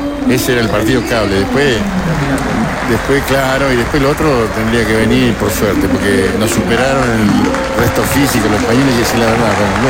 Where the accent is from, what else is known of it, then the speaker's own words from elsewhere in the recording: Marcos Paz, Buenos Aires Province, Argentina; Soy de Marcos Paz, soy socio honorífico por Veterano de Guerra.